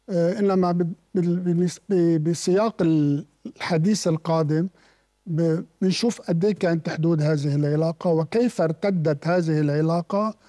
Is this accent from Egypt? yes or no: no; Beirut, Beirut Governorate, Lebanon; also born or lived in Kuwait; انتقلنا من الكويت ببداية طفولتي يعني لحد 6-7 سنين، وثم عاد من الكويت وسكن في بيروت. يعني نحن لم نسكن بصورة مستمرة في جنوب لبنان.